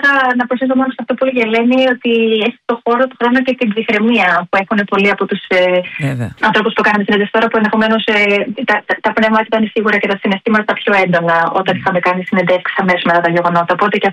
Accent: Greece; ως Ελληνίδα

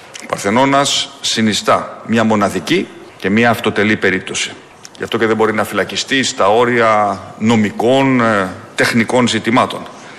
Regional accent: Greece

